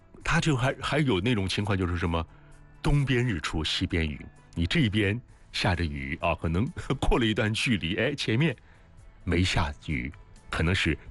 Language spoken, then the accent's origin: Chinese; Anhui, China; 好像是我们安徽人啊